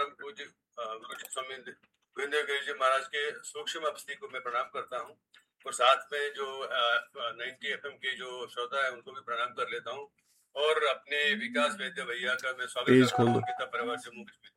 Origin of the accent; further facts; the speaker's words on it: Indore, Madhya Pradesh, India; born there; moved away as an adult; also born or lived in Pune / Indonesia / Malaysia / Singapore; मेरा जन्म इंदौर में हुआ था